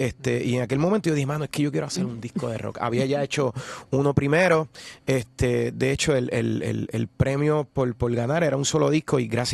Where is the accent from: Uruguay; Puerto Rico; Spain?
Puerto Rico; Yabucoa; also born or lived in Humacao; yo me crié en Yabucoa, cerquita ahí de Humacao, de la familia de mi papá es de Humacao también. Entonces, entre Yabucoa y Humacao hice lo que fue mi infancia